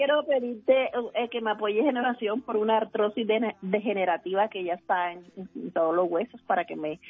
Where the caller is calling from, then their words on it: Bogotá, Colombia; Aquí en Bogotá, Santa Sofía.